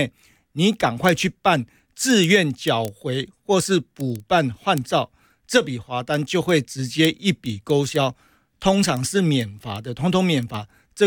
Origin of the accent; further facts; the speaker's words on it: Taiwan; 我们台湾人是非常有同理心的